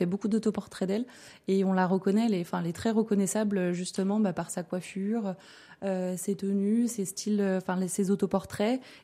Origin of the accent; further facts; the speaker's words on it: Lyon, Auvergne-Rhône-Alpes, France; moved away as an adult; now in Gap, France; à Gap depuis 10 ans et donc je suis venue à Gap pour le travail. Je suis lyonnaise d'origine